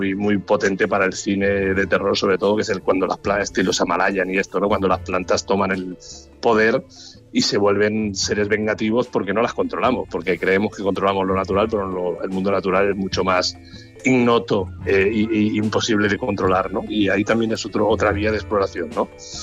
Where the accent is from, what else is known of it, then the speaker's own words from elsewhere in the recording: Barcelona, Catalonia, Spain; yo soy de Barcelona